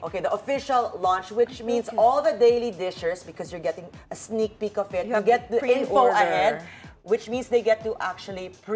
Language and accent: English; Philippines